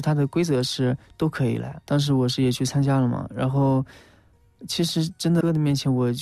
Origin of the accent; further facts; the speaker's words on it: Shaanxi, China; 我是陕西的